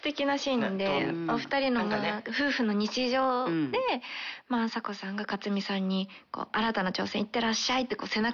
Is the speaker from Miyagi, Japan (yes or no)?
no; Nagasaki, Japan; 私が長崎県出身で